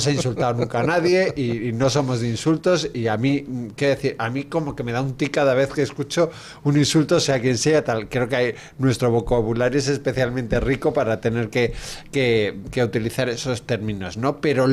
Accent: Málaga, Andalusia, Spain; Dejo mi tierra, Málaga

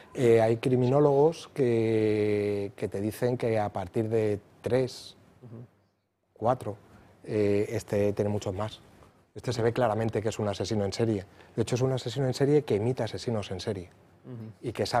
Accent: Spain; como criminólogo y sobre todo como español, como ciudadano

